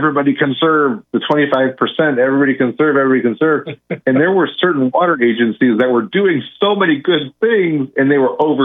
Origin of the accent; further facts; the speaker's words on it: California, United States; moved away as an adult; I'm from Southern California